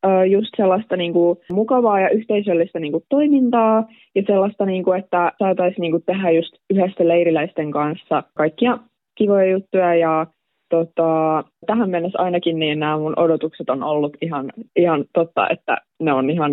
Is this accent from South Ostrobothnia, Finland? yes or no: yes; Seinäjoki, South Ostrobothnia, Finland; mä oon niinku Seinäjoelta